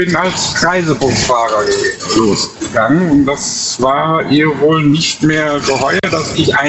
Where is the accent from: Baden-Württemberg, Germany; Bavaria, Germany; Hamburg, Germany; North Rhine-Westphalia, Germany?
North Rhine-Westphalia, Germany; ich komme aus Nordrhein-Westfalen.